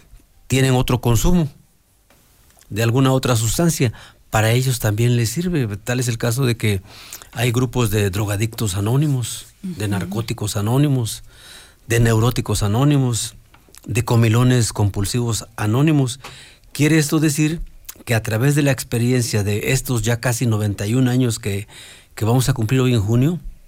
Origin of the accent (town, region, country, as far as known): Puebla, Mexico